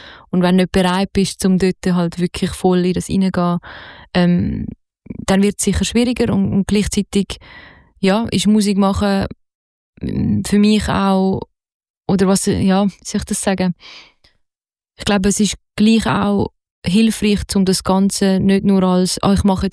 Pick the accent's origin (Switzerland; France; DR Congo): Switzerland; Zurich; Also natürlich, ich meine, ich bin aus Zürich